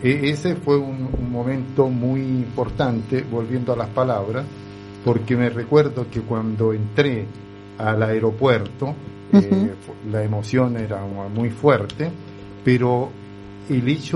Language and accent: Spanish; Chile; now in Italy; Sí, Sí, yo llegué a Italia solo. O sea, yo salí de Chile a través de la embajada italiana en Santiago.